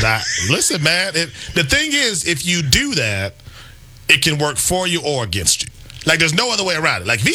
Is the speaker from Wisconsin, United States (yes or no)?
yes; Milwaukee, Wisconsin, United States; I know Wausau. I'm from Milwaukee.